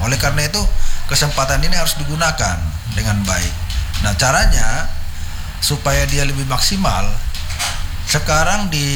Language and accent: Indonesian; Medan, North Sumatra, Indonesia; Bukan karena orang Medannya tidak ada, buktinya saya juga orang Medan, tahu-tahu jadi danrem di sini.